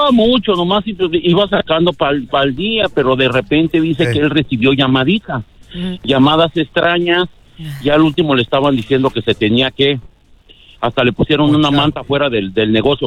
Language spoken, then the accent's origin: Spanish; Mexico City, Mexico; No, yo no soy de Guerrero, yo soy de la Ciudad de México.